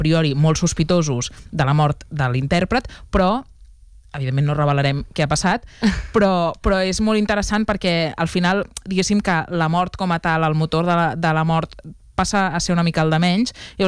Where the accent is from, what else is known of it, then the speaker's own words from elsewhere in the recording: Catalonia, Spain; nosaltres que som catalans i que tenim una llengua pròpia